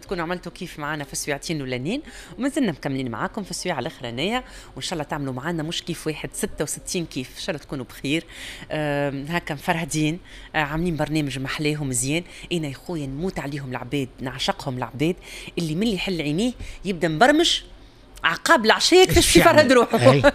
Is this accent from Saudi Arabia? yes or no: no; Tunisia; انا مراه تونسيه